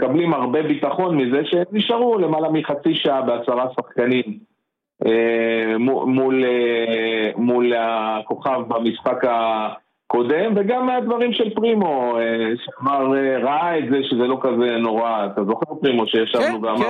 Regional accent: Rehovot, Central District, Israel; אני גדלתי ברחובות

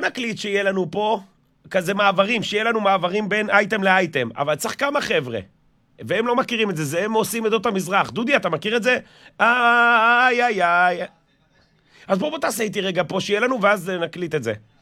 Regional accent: Haifa, Haifa District, Israel; אני חיפאי, הלו, לא לפגוע בי.

